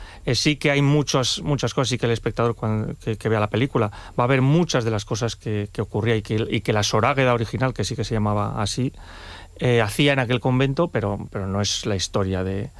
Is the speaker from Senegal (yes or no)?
no; Navarre, Spain; Nosotros somos de Tudela y Cintruénigo, estamos muy cerca de ahí